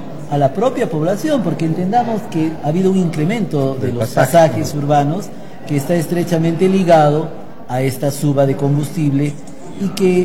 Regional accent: Arequipa, Peru

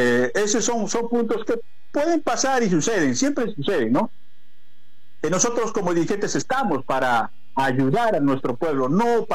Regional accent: Islay Province, Arequipa, Peru; mi provincia de Islay, de mi pueblo, la provincia de Islay.

